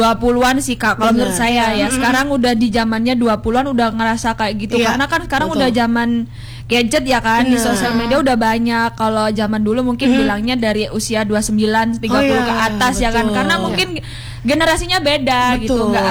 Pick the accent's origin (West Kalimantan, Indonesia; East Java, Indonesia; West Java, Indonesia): East Java, Indonesia; Sumbermanjing Wetan; Kalau saya asalnya dari Malang.